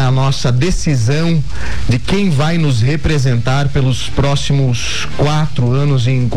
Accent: Brazil

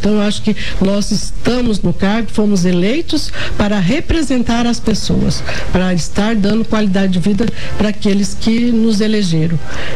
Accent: São Paulo, Brazil; born there; moved away as an adult; now in Mato Grosso do Sul, Brazil; a sociedade que me acolheu há 45 anos, né, aqui em Mato Grosso do Sul. Sou paulista de nascimento, mas vim para cá casada, já formada, e aqui constitui minha família.

